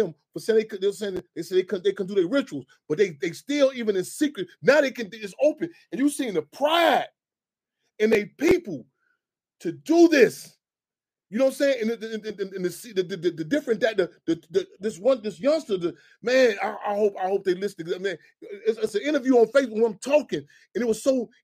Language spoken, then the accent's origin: English; Chicago, Illinois, United States; I'm so glad growing up in Chicago. I'm so glad I grew up in this city structure.